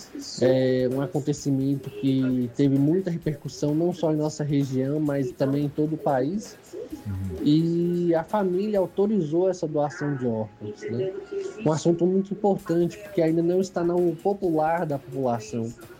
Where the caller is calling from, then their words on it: Porteirinha, Minas Gerais, Brazil; Falo de Porteirinha, no norte de Minas Gerais